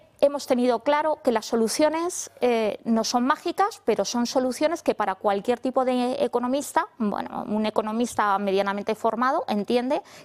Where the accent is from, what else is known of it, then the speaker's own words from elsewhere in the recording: Madrid, Community of Madrid, Spain; lo que somos nosotros los españoles, los madrileños